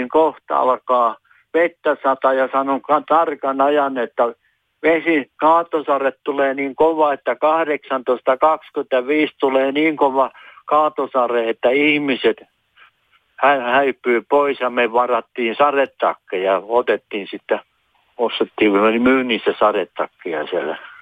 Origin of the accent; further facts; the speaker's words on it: Pirkanmaa, Finland; mä oon maatalosta kotoisin, eli Kallenautiossa olen syntynyt. Meillä on maatalo siellä 15 hehtaari pelto